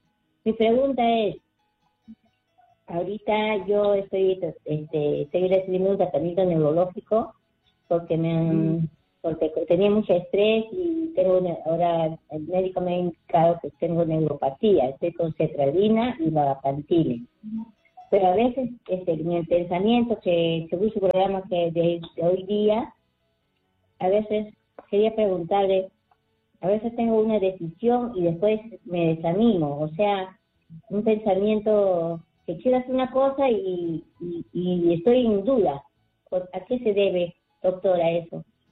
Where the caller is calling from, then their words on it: Huacho, Lima, Peru; Estoy en la parroquia de acá de Huacho, en el camino neocatecumenado.